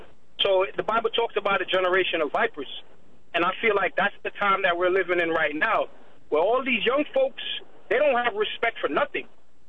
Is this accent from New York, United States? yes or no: yes; New York City, New York, United States; I grew up in the Bronx.